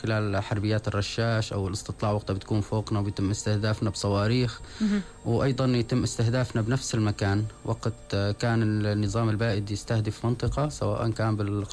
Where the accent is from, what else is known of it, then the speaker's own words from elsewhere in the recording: Syria; نحن كسوريين